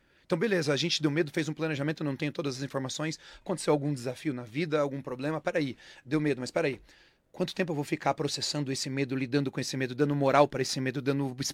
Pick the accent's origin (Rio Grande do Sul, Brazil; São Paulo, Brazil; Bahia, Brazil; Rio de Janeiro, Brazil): São Paulo, Brazil; Taboão da Serra; eu morei a minha infância e a minha adolescência toda em Taboão da Serra. No bairro Jardim Salete, na periferia de Taboão da Serra.